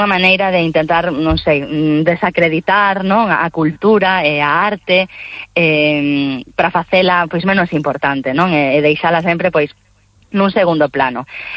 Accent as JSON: {"language": "Galician", "region": "Galicia", "country": "Spain", "said": "nos tamén somos creadoras galegas, co cal sempre a nosa visión, o facemos dende a nosa idiosincrasia"}